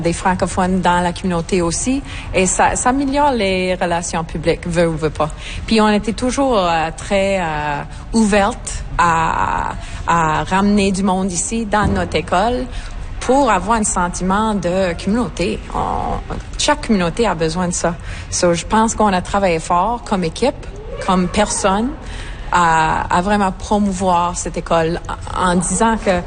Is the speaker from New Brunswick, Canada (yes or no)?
yes; New Brunswick, Canada; moved away as an adult; now in High River, Canada; Nouveau-Brunswick. Ouais, Nouveau-Brunswick